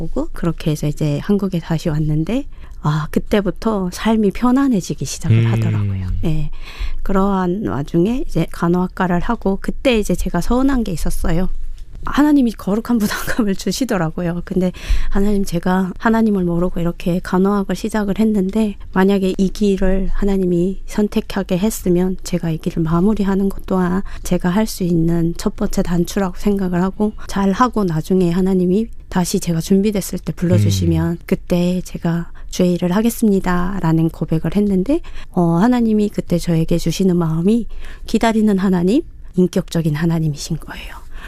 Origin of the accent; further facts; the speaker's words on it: North Korea; born there; 나는 왜 하나님 북한에서 태어났죠?